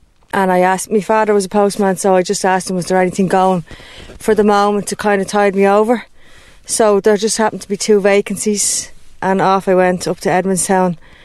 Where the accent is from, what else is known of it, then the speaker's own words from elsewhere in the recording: Dublin, Leinster, Ireland; I'm from Dundrum